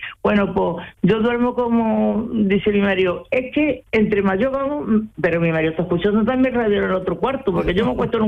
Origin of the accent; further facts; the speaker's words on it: Cumbres Mayores, Andalusia, Spain; porque nosotros somos de Cumbres Mayores. Nosotros traíamos las chacinas de toda la sierra.